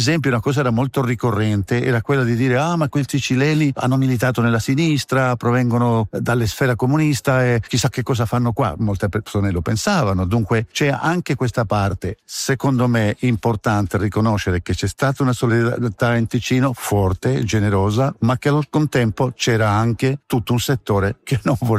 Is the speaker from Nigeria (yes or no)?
no; Chile; moved away; Ciò che io ho vissuto come cileno, come rifugiato